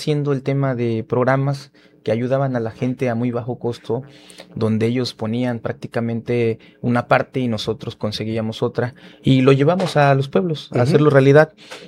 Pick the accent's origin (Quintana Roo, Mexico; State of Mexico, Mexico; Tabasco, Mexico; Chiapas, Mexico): Tabasco, Mexico; Balancán; soy originario de Cuatro Poblados, Balancán, es una segunda villa que tenemos ahí en Balancán, y soy originario 100% balancanense.